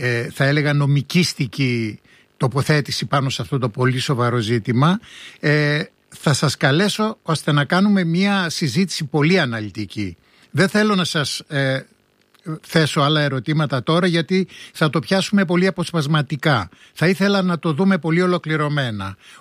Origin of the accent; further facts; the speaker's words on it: Istanbul, Turkey; γιατί είμαι από την Κωνσταντινούπολη και έχουμε και το Βόσφορο και τη Μαύρη Θάλασσα και τη θάλασσα του Μαρμαρά.